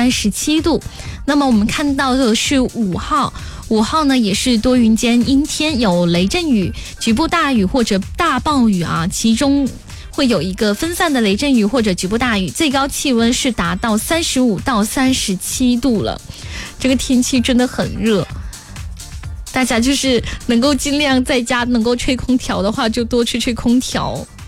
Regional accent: Guangdong, China; 咱们广东人真的是被体验了这个蒸啊、煮啊、闷啊、烧啊齐齐上阵了。

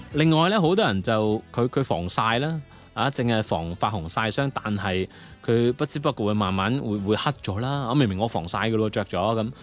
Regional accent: Guangdong, China; 我哋廣東人

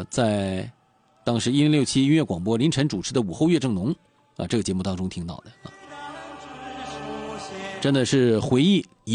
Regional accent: Dalian, Liaoning, China

